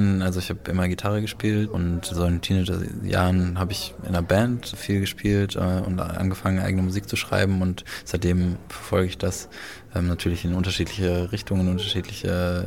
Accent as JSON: {"language": "German", "region": "North Rhine-Westphalia", "country": "Germany", "tie": "born or raised there", "moved": "as an adult", "lives_now": "Berlin, Germany", "said": "ich bin in NRW aufgewachsen, bin jetzt aber schon mehr als 10 Jahre in Berlin. Also langsam werde ich Berliner. Aber genau, mit dem Akzent. Also tatsächlich da, wo ich herkomme, da gibt es so einen gewissen Akzent, aber der ist auch nicht so stark ausgeprägt."}